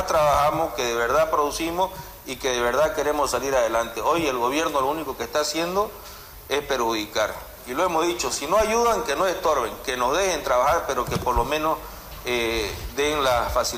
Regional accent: Bolivia; Al final lo que nos vamos a hacer responsables somos los bolivianos

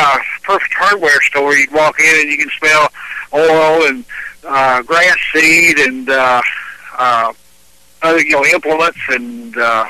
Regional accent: Lawrenceville, United States; And the one from my hometown where I grew up was Lawrenceville.

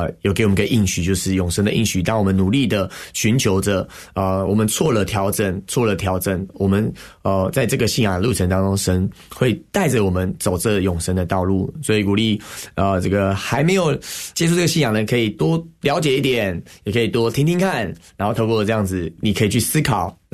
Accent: Hsinchu, Taiwan; moved away; 因为我是新竹人，其实照理来说不论我学如何，但我在新竹我可以工作回家，这也是我爸爸的期待啦。

